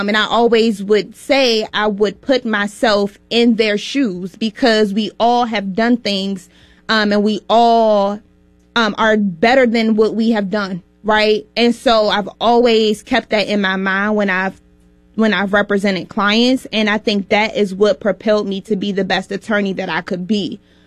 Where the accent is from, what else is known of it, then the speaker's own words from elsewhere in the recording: Washington, District of Columbia, United States; I was born and raised in Washington, D.C., grew up in Northeast D.C., around Minnesota Avenue, and I came to Minnesota first